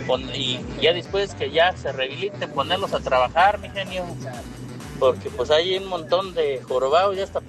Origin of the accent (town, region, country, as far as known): Doctor Mora, Guanajuato, Mexico; born there; moved away